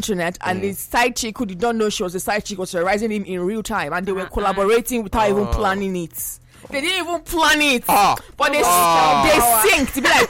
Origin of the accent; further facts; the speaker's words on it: Benin City, Edo, Nigeria; when I was in child growing up in Benin City